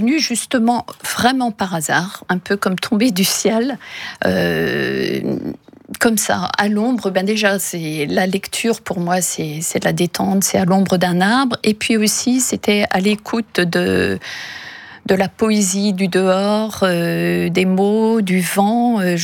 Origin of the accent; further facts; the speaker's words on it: Paimpol, Brittany, France; born there; Je suis née à Paimpol.